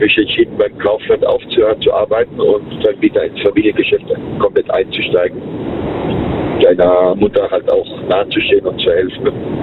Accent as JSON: {"language": "German", "town": "Worms", "region": "Rhineland-Palatinate", "country": "Germany", "tie": "born there", "said": "Und ich bin zwar in Worms geboren, meine Eltern sind Sizilianer oder Emigranten gewesen damals."}